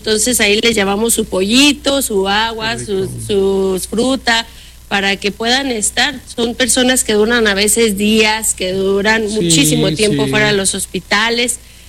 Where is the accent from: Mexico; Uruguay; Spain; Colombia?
Mexico; soy mexicana.